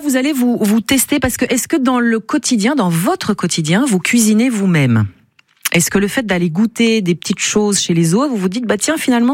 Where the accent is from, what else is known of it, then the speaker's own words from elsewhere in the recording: Béarn and Bigorre, France; Mais, chez nous, en Béarn et en Bigorre, on va pas se le cacher, on fait un peu de chauvinisme.